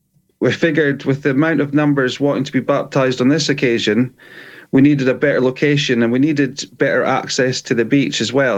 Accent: Scotland, United Kingdom; now in Cornwall, United Kingdom; I'm actually I was brought up in Scotland, but I do live in Cornwall now.

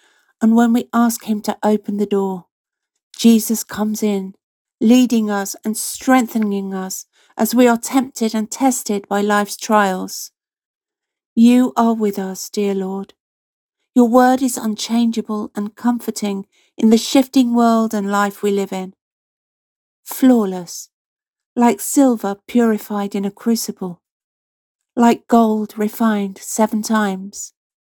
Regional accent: East of England, United Kingdom; I'm from Cambridgeshire.

